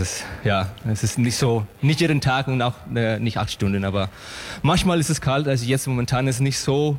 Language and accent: German; Mexico; moved away as an adult; now in Germany; Ja, alles klar, ich komme aus Mexiko. Und ich habe damals 2008 ungefähr als Hobbybrauer angefangen. Dann 2011 eine kleine Brauerei gegründet in Mexiko.